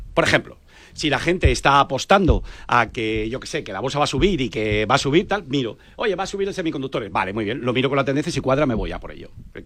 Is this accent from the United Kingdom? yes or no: yes; United Kingdom; Yo vengo del Reino Unido y te puedo decir que la clase que yo tenía de especulación en bolsa tenía un chaval tatuado